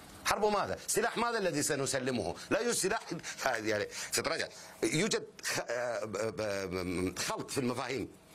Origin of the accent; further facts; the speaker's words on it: Iraq; مثل الزيدي عندنا بالعراق،